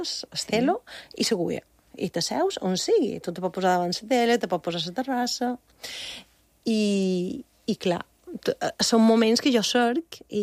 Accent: Bunyola, Balearic Islands, Spain; m'apareix, no he mirat bé, la Fira de Bunyola, del meu poble, que és per Santa Catalina

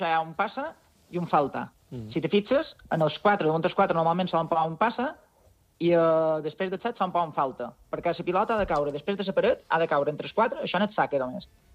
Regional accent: Balearic Islands, Spain; perquè nosaltres som mallorquins, no som pilotaris, som pilotaris.

